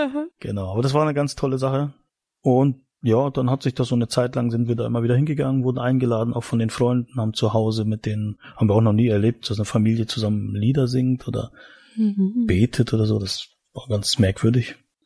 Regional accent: Mecklenburg-Vorpommern, Germany; now in Austria; Mecklenburg-Vorpommern. Also bin ein Ostdeutscher, weil ich noch vor der Wende geboren bin, zu den DDR-Zeiten. Genau, und bin aber jetzt schon seit 20 Jahren in Österreich als Missionar unterwegs.

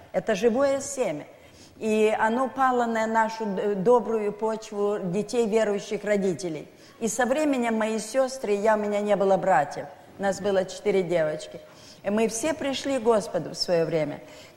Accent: Donetsk, Donetsk Oblast, Ukraine; у нас в Донецке, я родилась в Донецке, мой отец был горный инженер

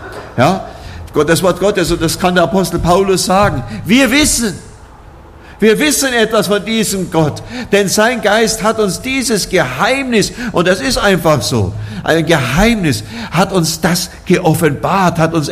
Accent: Oberammergau, Bavaria, Germany; ich komme ja nur aus Oberammergau, dem Herrgottschnitzer Dorf

